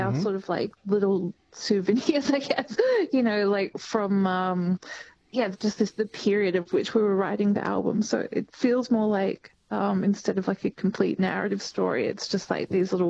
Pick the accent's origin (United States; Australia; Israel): Australia; St Kilda, Victoria; but I grew up in St. Kilda, but I've married someone who is a country boy.